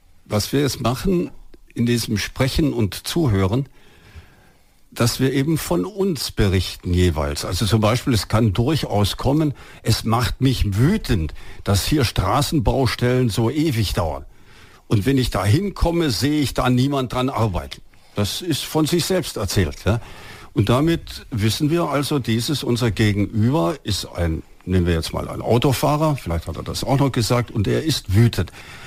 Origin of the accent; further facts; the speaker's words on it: Osnabrück, Lower Saxony, Germany; Ich bin aus Osnabrück. Ich lebe seit 32 Jahren in Osnabrück.